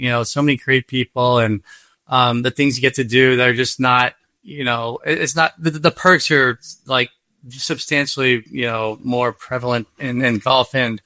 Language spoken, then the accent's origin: English; Canada; born there; So I was born in Canada, had to go through, get my citizenship to get clearance to work for a defense company.